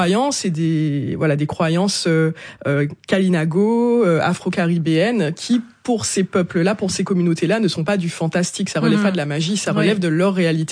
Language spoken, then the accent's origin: French; Martinique; moi je suis née en Martinique, j'ai grandi en Martinique